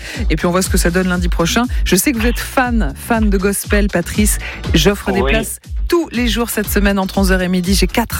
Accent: Paris, Île-de-France, France; born there; Je suis né à Paris en 1951. J'ai fait mon lycée à Neuilly-sur-Seine, au lycée Pasteur d'ailleurs

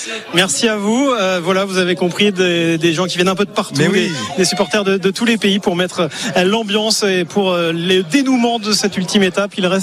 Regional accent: Nice, Provence-Alpes-Côte d'Azur, France; Je suis Ouais, je suis de Nice, effectivement.

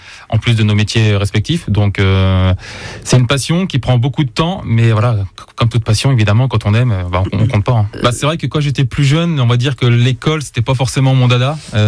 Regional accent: Aunay-sur-Odon, Normandy, France; born there; also born or lived in Caen; Alors moi je suis plus campagne, donc je suis né dans le Bocage, je suis né à Aunay-sur-Odon. Donc en 1985, ça fait déjà plus de 40 ans, mine de rien.

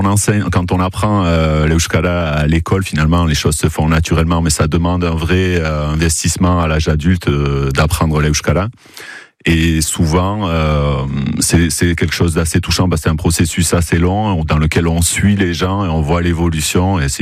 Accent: Ustaritz, Nouvelle-Aquitaine, France; moved away as an adult; also born or lived in Bayonne / Marseille; Je suis né à Bayonne, j'ai grandi à Ustaritz et j'ai passé une vingtaine d'années à Marseille.

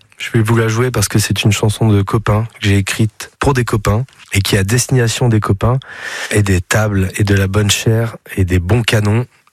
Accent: Bergerac, Nouvelle-Aquitaine, France; born there; Je suis né à Bergerac et ce qui est marrant dans ma famille, c'est que il n'y a pas un seul Périgord que je ne connais pas

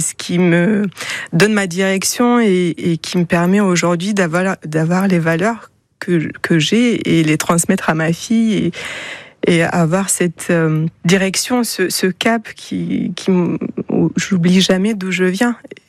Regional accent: Moldova; now in France; Je suis originaire de Moldavie, d'un petit village au nord du pays qui s'appelle Kojeout. Et dont la moitié de la population est arrivée en France dans les années 2000. Donc j'ai suivi un peu

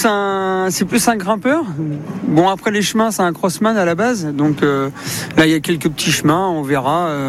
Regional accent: Saumur, Pays de la Loire, France; Donc là, comme on est de Saumur, on s'est dit on va faire le déplacement pour venir le voir au moins sur sa dernière course de la saison.

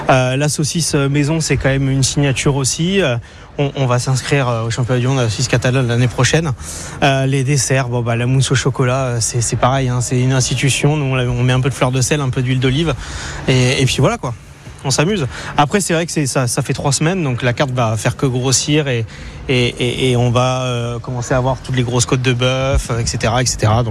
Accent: Céret, Occitanie, France; Céré, pour ceux qui connaissent, c'est quand même une magnifique ville. Et je suis pas très chauvin, hein, donc c'est la vérité.

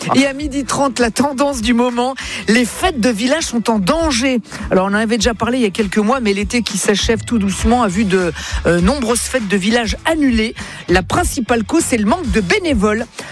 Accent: Italy; Moi, je suis italien, moi. Je parle avec les mains, moi, tu le sais bien.

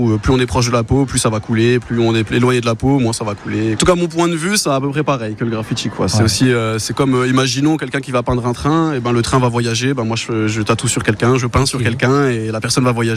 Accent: Metz, Grand Est, France; Alors bonjour, du coup c'est l'ASDEF et je viens de Metz.

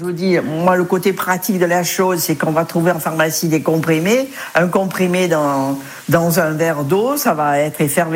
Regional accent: Provence-Alpes-Côte d'Azur, France; comme on dit chez nous, en Provence.

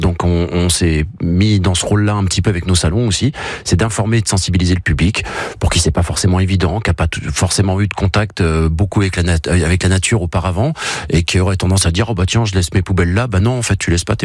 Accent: Brittany, France; je suis de Bretagne, on n'a pas de montagne chez nous

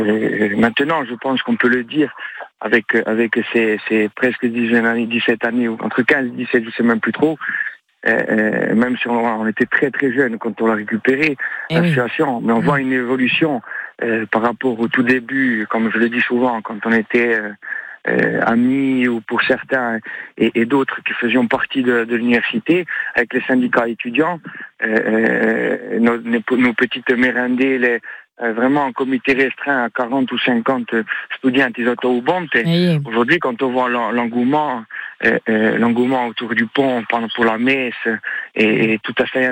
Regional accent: Corsica, France; en tant que Corse

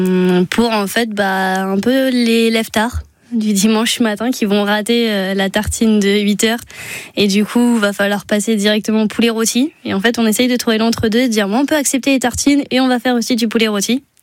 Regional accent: Brittany, France; moi, je viens de Bretagne

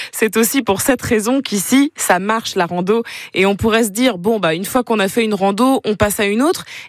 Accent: Mayenne, Pays de la Loire, France; c'est principalement pour cette raison que la randonnée pédestre marche bien chez nous en Mayenne.

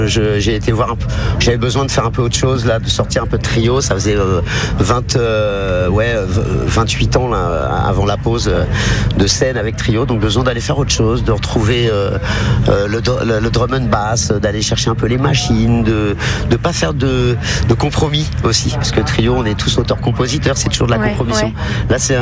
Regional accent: Brittany, France; j'ai été programmateur d'un festival pendant une quinzaine d'années vers chez moi en Bretagne.

